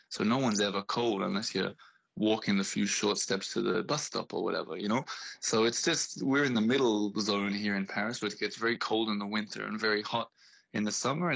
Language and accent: English; Australia; now in France; Again, as an Australian, I don't really understand it, but as a guest in this country, I sort of got to follow the way that they do things